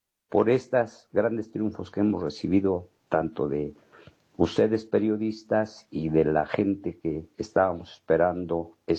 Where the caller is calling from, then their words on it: Nezahualcóyotl, State of Mexico, Mexico; Ciudad Nezahualcóyotl.